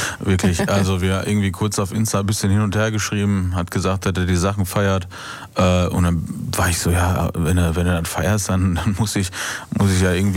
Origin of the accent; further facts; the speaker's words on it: Essen, North Rhine-Westphalia, Germany; Ich bin Essener, gebürtiger Essener.